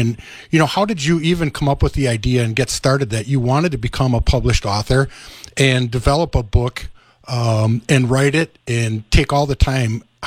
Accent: Milwaukee, Wisconsin, United States; So I wrote a short book about, you know, my life growing up in Milwaukee along the Milwaukee River

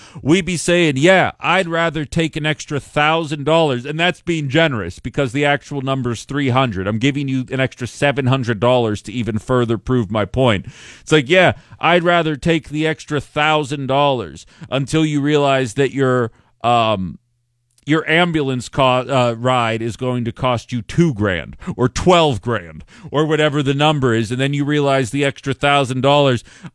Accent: Pittsburgh, Pennsylvania, United States; moved away; A bridge collapsed in my hometown.

